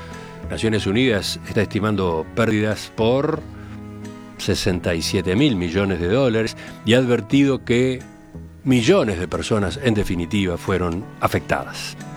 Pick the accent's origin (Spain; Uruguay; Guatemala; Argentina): Uruguay; ¿Viste cómo somos los uruguayos?